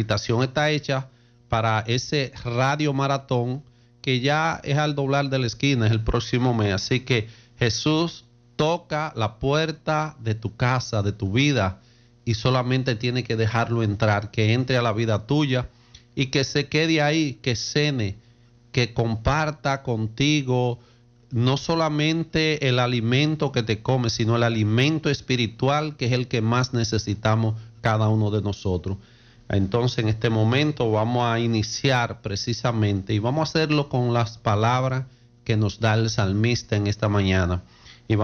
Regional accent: Dominican Republic

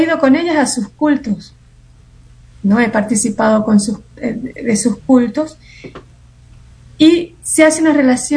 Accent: Venezuela; Hay 2 de El Salvador, 1 de Brasil, 1 argentina, 1 de Costa Rica y yo, que soy venezolana.

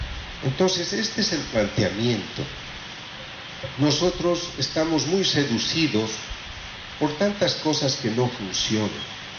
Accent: Bolivia; en mi país, pero yo no estoy mucho en mi país, en Bolivia

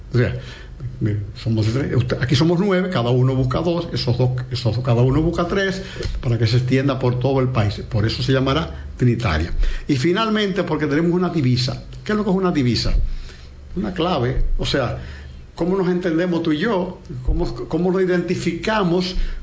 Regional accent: Dominican Republic; Sánchez era moreno, como muchos dominicanos, sí. Tenemos esa peculiaridad.

